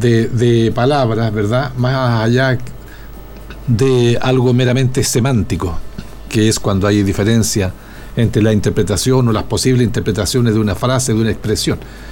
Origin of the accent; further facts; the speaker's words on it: Chile; nosotros como chilenos